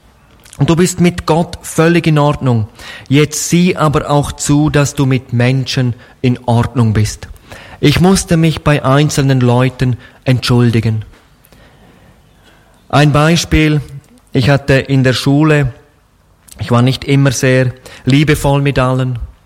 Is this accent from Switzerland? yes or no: yes; Graubünden, Switzerland; Da, wo ich aufgewachsen bin, entspringt der Rhein, der dann auch durch Deutschland fließt.